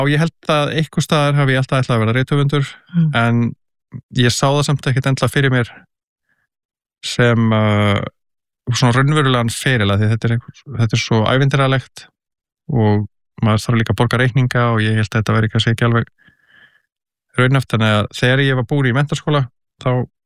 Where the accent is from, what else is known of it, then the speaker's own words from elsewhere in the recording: Kópavogur, Capital Region, Iceland; also born or lived in Reykjavík; Ég alveg upp í Kópavogi til 13 ára aldurs, í Hjallakverfinu og ég fæddist svona reyndar í Reykjavík